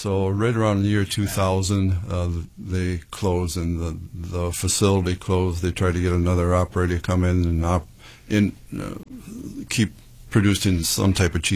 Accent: Pinconning, Michigan, United States; Born and raised in Pinconning

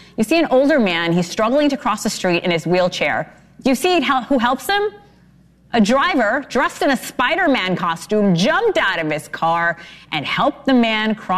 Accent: New York City, New York, United States; from Queens, by the way, my hometown.

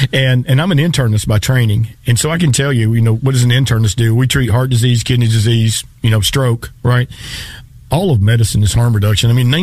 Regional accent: Tennessee, United States; now in Nashville, United States; Well, I'm from Appalachia. Okay. So I am from Appalachia. Right. I grew up in Northeast Tennessee.

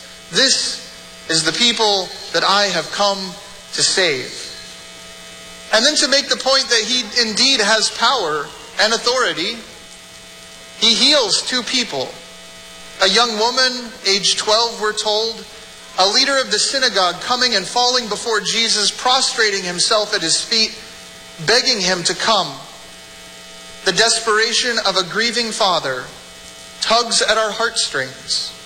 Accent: United States

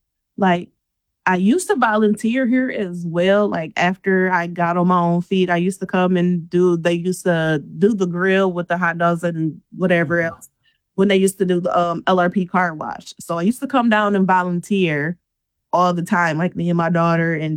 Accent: Michigan, United States; also born or lived in Indiana; We were living in Indiana for like 3 years. We're from Michigan

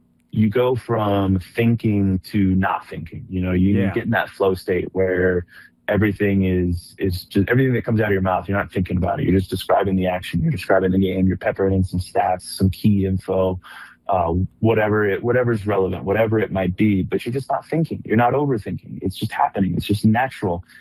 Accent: Kansas City, Missouri, United States; Born and raised in Kansas City, spent the first 24 years of my life there

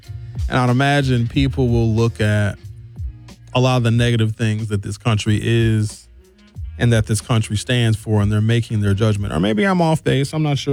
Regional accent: United States

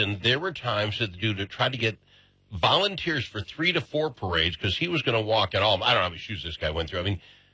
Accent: Blue Earth, Minnesota, United States; and I would use Blue Earth, my hometown.

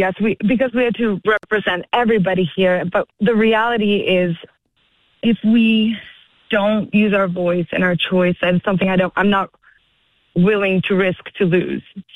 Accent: Gorham, Maine, United States; And so then they came to Maine And I grew up in Maine and in Gorham, actually. And this is the only life that I knew.

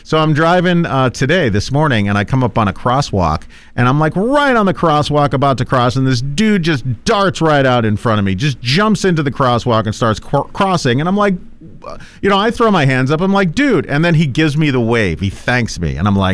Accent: Massachusetts, United States; now in Des Moines, United States; I come from Massachusetts, a land where we drive aggressively.

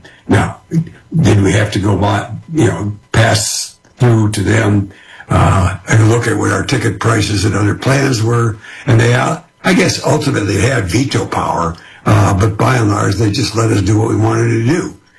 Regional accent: Detroit, Michigan, United States; No, I grew up in the Midwest in the 50s and early 60s

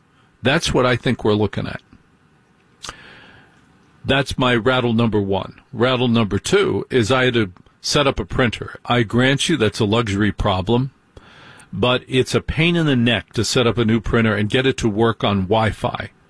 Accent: New Jersey, United States; I grew up in New Jersey.

